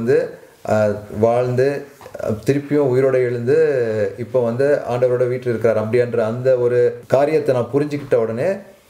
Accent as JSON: {"language": "Tamil", "town": "Chennai", "region": "Tamil Nadu", "country": "India", "tie": "born there", "said": "போனது எல்லாமே வந்து சென்னையில் தான். கிறிஸ்டியன் ஃபேமிலி, அம்மா அப்பா வந்து டிவோர்ட் கிறிஸ்டியன்ஸ்."}